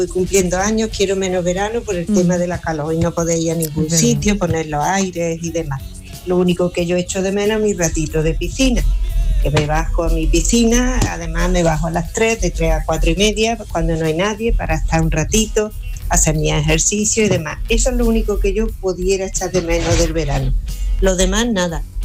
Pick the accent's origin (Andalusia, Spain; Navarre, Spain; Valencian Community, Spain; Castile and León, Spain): Andalusia, Spain; Córdoba; Hola, buenos días. … de Córdoba.